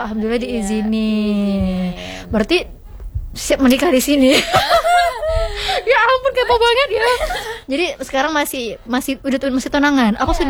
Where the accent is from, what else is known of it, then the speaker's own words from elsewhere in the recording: Riau, Indonesia; now in Tanjung Pinang, Indonesia; Iya, Pekanbaru juga, tapi saya di desanya sih.